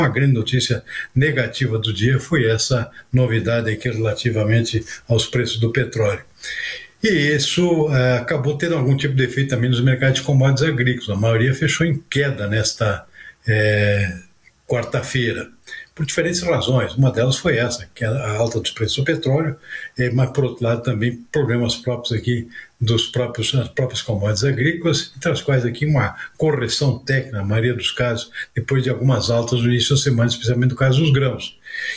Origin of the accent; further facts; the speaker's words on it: Paulista, Pernambuco, Brazil; Eu sou de Paulista.